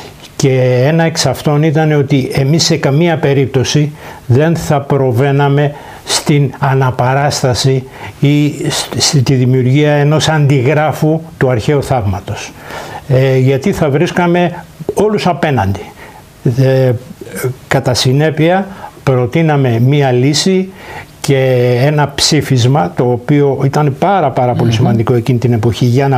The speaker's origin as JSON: {"language": "Greek", "area": "Rhodes", "region": "South Aegean", "country": "Greece", "said": "εμείς σαν Ροδίτες και σαν Έλληνες"}